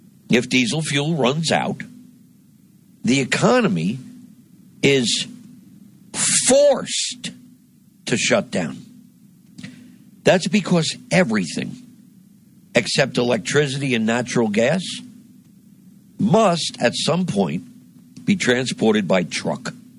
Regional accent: New Jersey, United States; my home state of New Jersey.

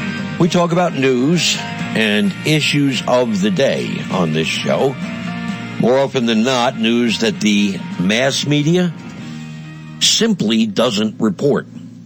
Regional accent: United States

